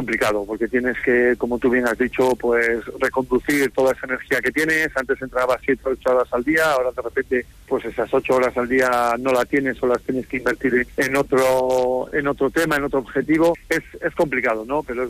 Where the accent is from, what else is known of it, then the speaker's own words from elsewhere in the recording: Los Corrales de Buelna, Cantabria, Spain; Sí, eso es. Nací en Torrelavega y rápidamente fui a los Corrales de Buelna, cuna del balonmano también.